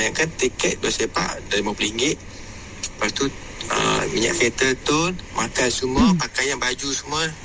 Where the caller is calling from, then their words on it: Temerloh, Pahang, Malaysia; daripada Temeluk.